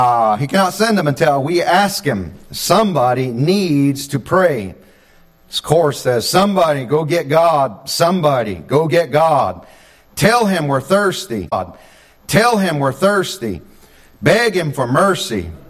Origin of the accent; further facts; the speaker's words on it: United States; born there; I'm American, top of my head, bottom of my foot, amen. I'm not saying that I'm Indian first. No, I say I'm an American, amen. Born in this country